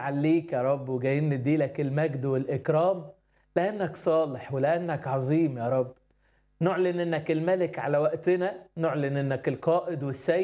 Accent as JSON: {"language": "Arabic", "town": "Asyut", "region": "Asyut Governorate", "country": "Egypt", "said": "أنا أصلا من أسيوط. أنا اتولدت كفيف، واتولدت في أسرة مسيحية."}